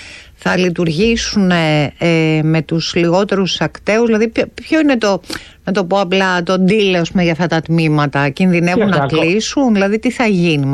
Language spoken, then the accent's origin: Greek; Serres, Central Macedonia, Greece; Ή στα Σέρα, στην πατρίδα μου, τι έγινε.